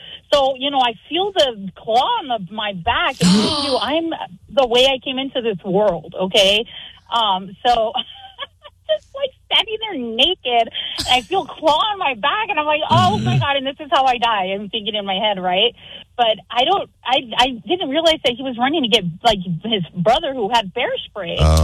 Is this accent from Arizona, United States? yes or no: yes; Arizona, United States; You're from California and I'm from Arizona.